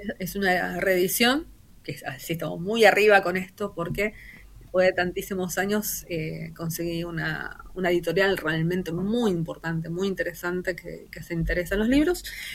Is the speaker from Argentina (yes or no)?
yes; Argentina; cuántos millones somos de argentinos